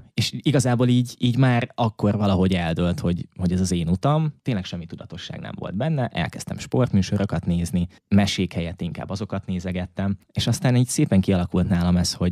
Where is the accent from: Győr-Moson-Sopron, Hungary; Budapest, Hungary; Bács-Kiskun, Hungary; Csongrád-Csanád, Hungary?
Csongrád-Csanád, Hungary; Hódmezővásárhely; Én Hódmezővásárhelyi vagyok